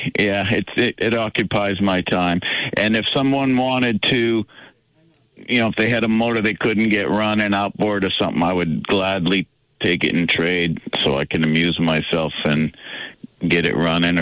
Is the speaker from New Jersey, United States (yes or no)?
no; Danville, Vermont, United States; I am from Danville. I'm over in New Hampshire this morning, so I'm not sure.